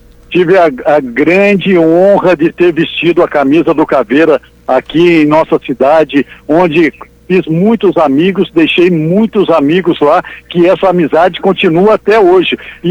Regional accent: Brazil; nós somos brasileiros, é o único país que nós temos que torcer

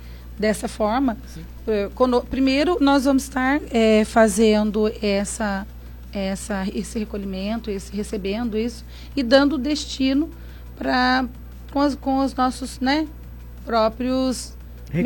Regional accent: Pindamonhangaba, São Paulo, Brazil; De Moreira. Hoje moro no Portal

